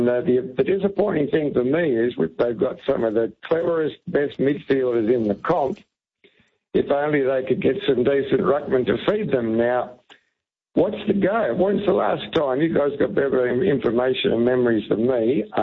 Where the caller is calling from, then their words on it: Western Australia, Australia; because I'm West Australian